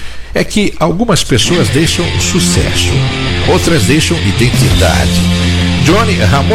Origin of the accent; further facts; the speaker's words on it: Brazil; Araci mora em Cesário, minha cidade natal.